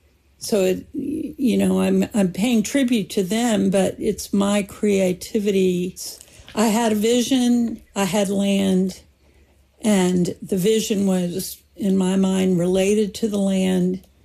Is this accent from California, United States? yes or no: no; Florida, United States; moved away; As a child growing up in Florida